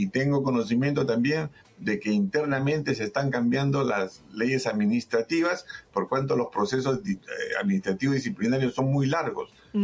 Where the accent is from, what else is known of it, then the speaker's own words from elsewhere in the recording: Peru; y los pagando somos todos los peruanos, ¿no?